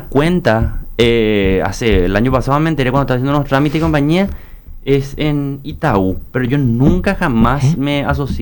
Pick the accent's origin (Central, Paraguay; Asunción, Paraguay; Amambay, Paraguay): Asunción, Paraguay; yo soy de Sajonia, del centro y compañía